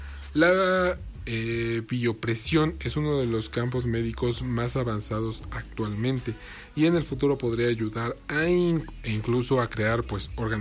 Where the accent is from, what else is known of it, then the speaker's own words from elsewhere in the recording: Mexico; Uno como buen mexicano